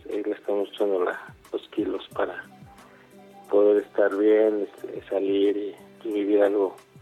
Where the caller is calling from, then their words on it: Mexico City, Mexico; te escucho desde la Ciudad de México, aquí en el cerca del aeropuerto de la Ciudad de México.